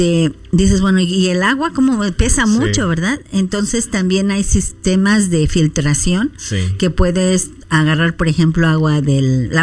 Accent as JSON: {"language": "Spanish", "region": "Mexico City", "country": "Mexico", "tie": "born or raised there", "said": "yo crecí en la Ciudad de México, yo sé subirme a camiones y tomar el metro."}